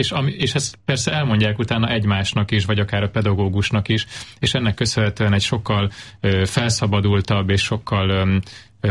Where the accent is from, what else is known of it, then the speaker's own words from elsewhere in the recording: Zala, Hungary; én magam is ugye egy zalai kisfaluból származom